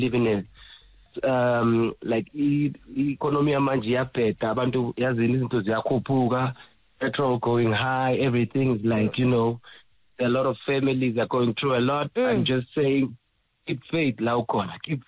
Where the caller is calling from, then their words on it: Soweto, Gauteng, South Africa; I'm calling from Snake Park.